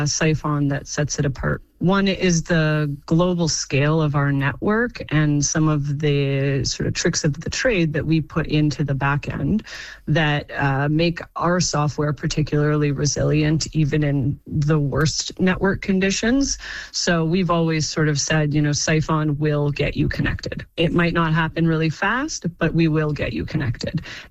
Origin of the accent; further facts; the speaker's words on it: Canada; We are proud Canadians. We are Canadian owned, Canadian operated, and we love living and working in Canada.